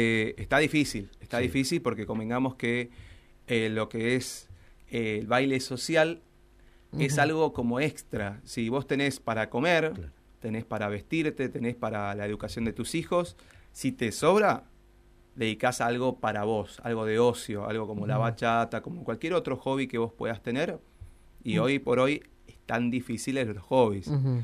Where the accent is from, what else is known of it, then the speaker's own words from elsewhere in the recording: Argentina; estamos remando, como todo argentino en este momento